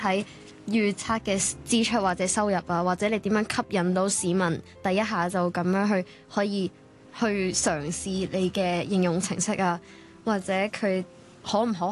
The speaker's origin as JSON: {"language": "Cantonese", "country": "Hong Kong"}